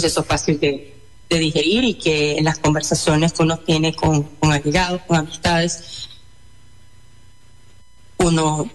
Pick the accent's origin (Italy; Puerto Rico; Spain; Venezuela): Venezuela